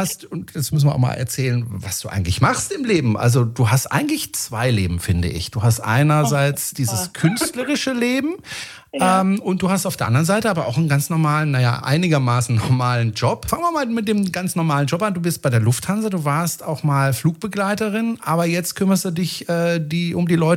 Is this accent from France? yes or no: yes; France; moved away; Ich bin Franzose